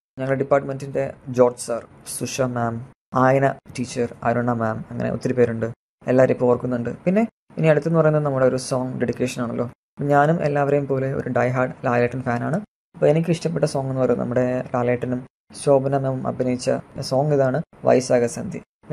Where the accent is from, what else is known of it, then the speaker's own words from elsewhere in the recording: Neyyattinkara, Kerala, India; ഞാൻ ട്രിവാൻഡ്രം നെയ്യാറ്റിൻകരയിൽ നിന്ന് വരുന്നു.